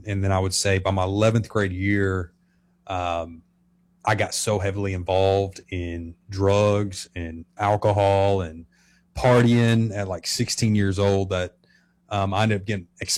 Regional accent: Arkansas, United States; I grew up here in Central Arkansas. Kind of my backstory. I was raised in church

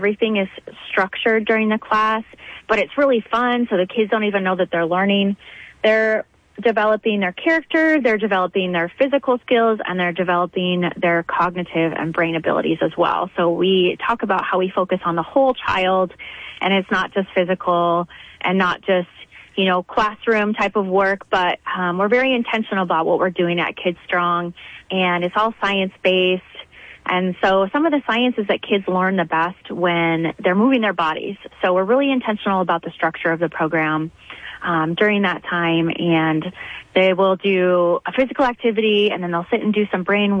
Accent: Midwest, United States; also born or lived in Arizona; now in Sioux Falls, United States

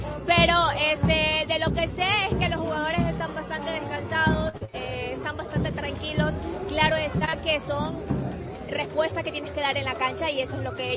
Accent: Ecuador; nosotros como ecuatorianos

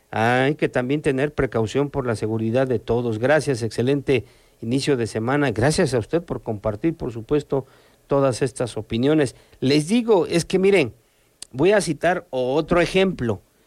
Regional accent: Mexico; Así somos como mexicanos, todo al último, todo al último.

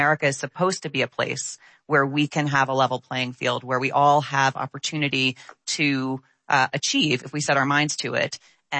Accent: New York City, New York, United States; I'm born and raised in New York, I got to see parts of the city that I had always called home, in which I had never set foot.

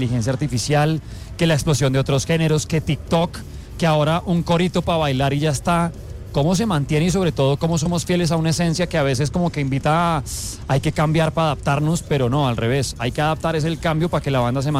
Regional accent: Bogotá, Colombia; desde el Parque Simón Bolívar en la ciudad de Bogotá

